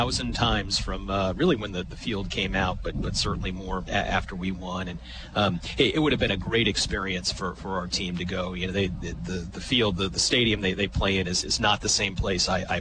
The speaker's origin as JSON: {"language": "English", "town": "Gainesville", "region": "Florida", "country": "United States", "tie": "born or raised there", "said": "I grew up in Gainesville, Florida, and walked on at the University of Florida. That was kind of my dream. I grew up on campus there."}